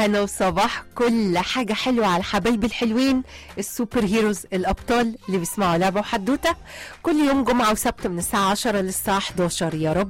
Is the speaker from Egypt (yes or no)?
yes; Egypt; ما انا من ايجيبت ومن مصر ومن كل حتة، من مصر طبعا مش من كل حتة، انا من مصر.